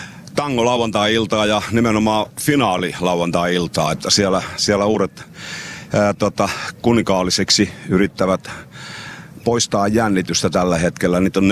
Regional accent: Alavus, South Ostrobothnia, Finland; born there; also born or lived in Kuortane / Helsinki; now in Seinäjoki, Finland; mä oon syntynyt Alavudella Rantatöysän kylässä puhjelustehtaan varjossa ja sieltä on muuttanut sitten Kuortaneelle vuonna 73, kun äiti kuoli

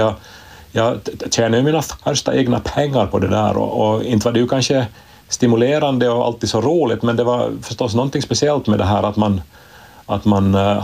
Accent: Ostrobothnia, Finland; Jag är från Österbotten och det här... Jag hade aldrig någon sommarstuga i vår släkt.

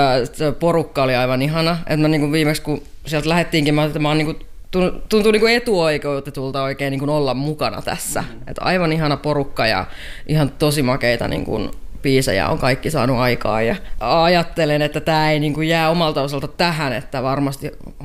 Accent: Parola, Kanta-Häme, Finland; now in Menkijärvi, Alajärvi, Finland; Mä oon lähtöisin Parolasta, Kanta-Hämeestä.

